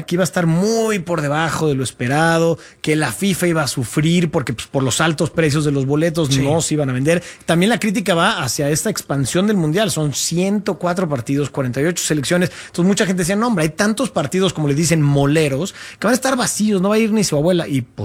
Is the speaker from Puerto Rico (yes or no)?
no; Mexico; claro, pues que somos a todo dar los mexic